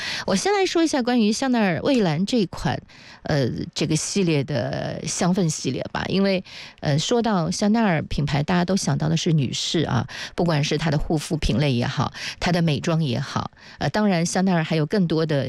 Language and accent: Chinese; Zhejiang, China